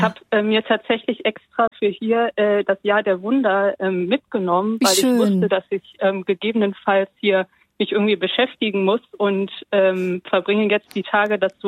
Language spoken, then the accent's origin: German; Wuppertal, North Rhine-Westphalia, Germany; Ich muss ja aber korrigieren, ich komme zwar aus Wuppertal, aber ich bin aktuell in Rom tatsächlich.